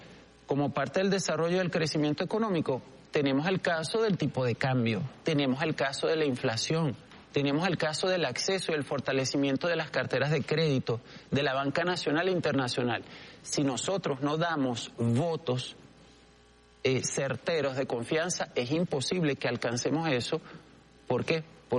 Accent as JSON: {"language": "Spanish", "country": "Venezuela"}